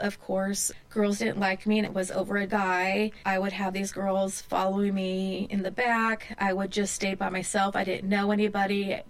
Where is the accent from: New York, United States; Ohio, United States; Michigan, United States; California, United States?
California, United States; Hayward; I grew up in the Bay Area. I'm from Hayward. I think I've lived in every inch of Hayward that you could think of.